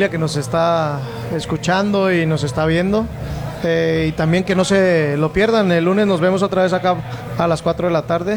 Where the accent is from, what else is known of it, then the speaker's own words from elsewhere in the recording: Mexico; somos mexicanos.